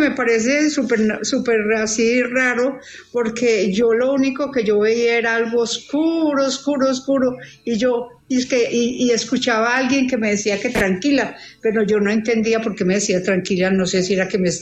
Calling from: Medellín, Antioquia, Colombia; estoy en Medellín.

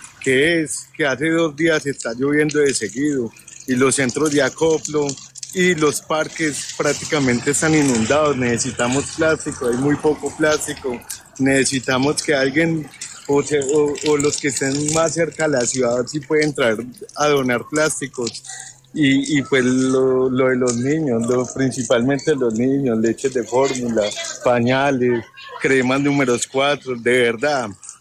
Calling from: Pereira, Risaralda, Colombia; Desde la ciudad de Pereira.

